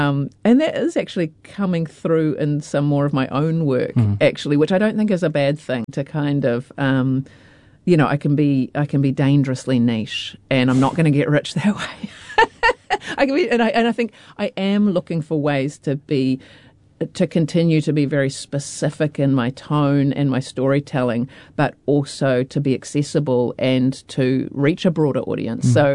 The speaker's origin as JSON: {"language": "English", "country": "New Zealand", "said": "you know, I'm a Kiwi, right? And I think our sense of humour is quite different."}